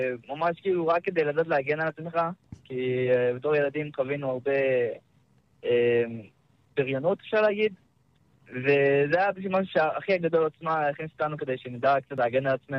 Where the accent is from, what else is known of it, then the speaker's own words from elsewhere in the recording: Shiloh, West Bank, Palestine; המשפחה, גדלנו ביישוב שילה, בשומרון. אני ועוד שתי אחים.